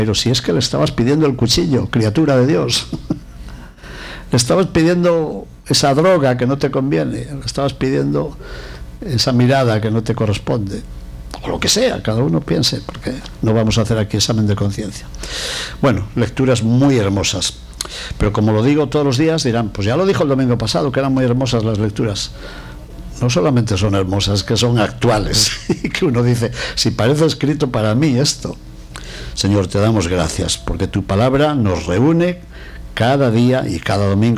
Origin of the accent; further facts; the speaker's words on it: Castile and León, Spain; moved away; En mi tierra de León decían el furmiento, un dialecto casi asturiano y gallego.